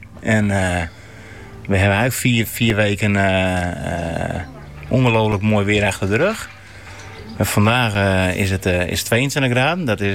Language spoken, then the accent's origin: Dutch; Sneek, Friesland, Netherlands; also born or lived in Iesbrechtum; Kijk, ik kom uit Sneek. En ik ben geboren in Iesbrechtum en op mijn 7e naar Sneek verhuisd.